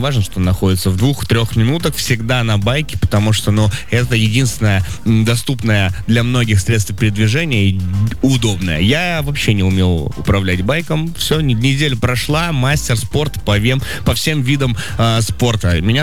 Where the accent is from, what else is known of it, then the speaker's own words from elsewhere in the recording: Russia; Я говорю, из России.